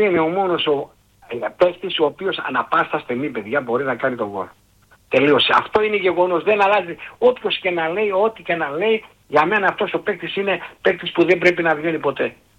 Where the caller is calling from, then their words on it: Kozani, West Macedonia, Greece; Είμαι από Κοζάνη, βρίσκομαι στο Ναύπλιο.